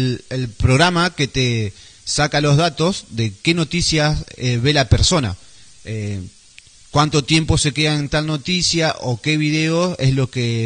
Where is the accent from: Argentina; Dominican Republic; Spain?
Argentina; Santa Fe; Como lo de Santa Fe, somos de Unión o Colón.